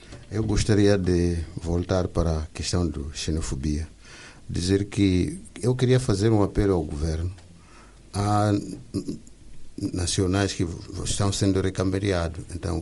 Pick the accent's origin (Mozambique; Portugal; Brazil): Mozambique; Nós, como moçambicanos, estamos a perder moral.